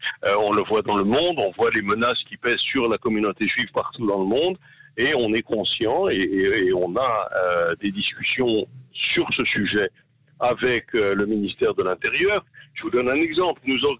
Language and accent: French; France; C'est-à-dire que nous sommes des Français comme les autres